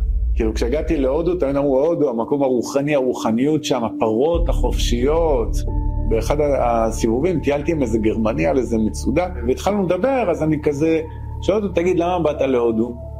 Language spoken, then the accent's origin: Hebrew; Givat Ze'ev, Judea and Samaria Area, Israel; בן 41, גדלתי רוב השנים בגבעת זאב, בית שהוא לא דתי.